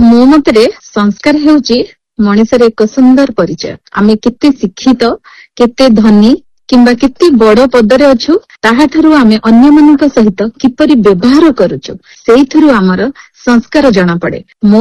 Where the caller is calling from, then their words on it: Cuttack, Odisha, India; ମୁଁ ଜଣେ ଆଇନଜୀବୀ, ମୁଁ କଟକରୁ କହୁଛି।